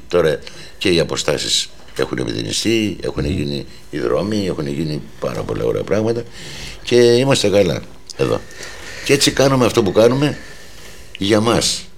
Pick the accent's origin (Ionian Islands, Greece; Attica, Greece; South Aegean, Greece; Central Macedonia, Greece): Attica, Greece; Athens; παρόλο που μεγάλωσα στην Αθήνα